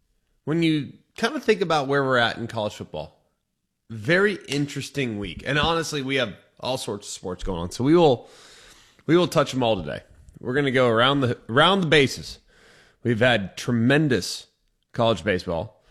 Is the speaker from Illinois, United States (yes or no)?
no; Texas, United States; now in Alabama, United States; Remember, I'm from Texas.